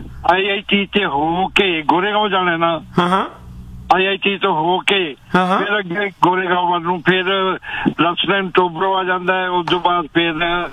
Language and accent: Punjabi; Ludhiana, Punjab, India; also born or lived in Mumbai; ਬੰਬੇ ਲੁਧਿਆਣਾ ਮੇਰਾ ਸ਼ਹਿਰ ਹੈ ਤੇ ਮੈਂ ਬੰਬੇ ਜ਼ਿੰਦਗੀ ਕੱਢੀ ਹੈ।